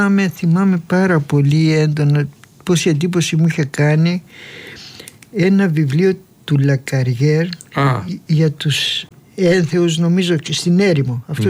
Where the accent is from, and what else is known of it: Chania, Crete, Greece